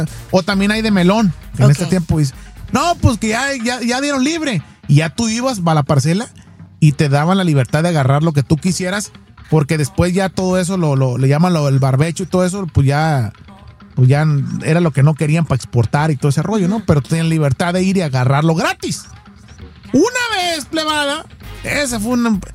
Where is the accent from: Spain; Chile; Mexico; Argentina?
Mexico; Estación Capoma, Sinaloa; Allá de donde soy yo, de Sinaloa, de Estación Capoma, WhatsApp, Sinaloa, México.